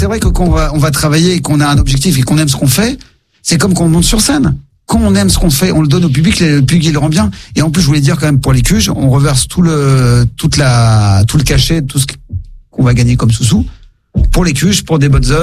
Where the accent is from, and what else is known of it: Iași, Iași County, Romania; moved away